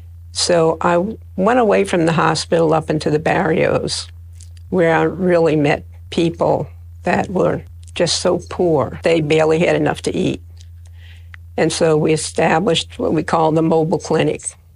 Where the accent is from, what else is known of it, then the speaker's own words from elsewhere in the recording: New Orleans, Louisiana, United States; I grew up here in New Orleans, down in the Ninth Ward, which was mainly German at the time. And the church that I was baptized in is the German church. And only German was spoken in the church and the school because I had a German heritage.